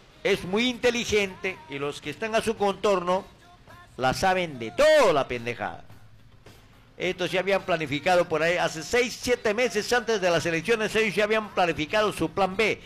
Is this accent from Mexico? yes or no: no; Peru; Así estamos los peruanos.